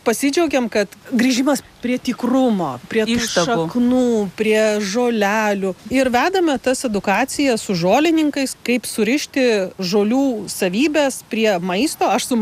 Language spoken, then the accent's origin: Lithuanian; Klaipėda, Klaipėda County, Lithuania; Ne, aš iš Klaipėdos.